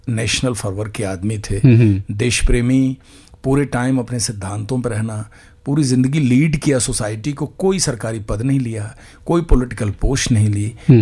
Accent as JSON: {"language": "Hindi", "area": "Gorakhpur district", "region": "Uttar Pradesh", "country": "India", "tie": "born or raised there", "said": "मैं एक बड़े मुश्किल इलाके में पैदा हुआ था, चोरी चूरा तहसील, गोरखपुर डिस्ट्रिक्ट।"}